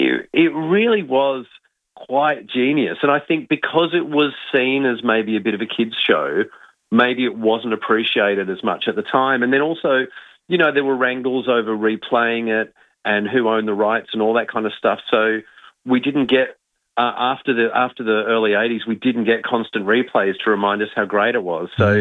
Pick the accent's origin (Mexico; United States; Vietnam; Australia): Australia; I think one of the joys of growing up in Australia in that time period is that we got the best of both worlds.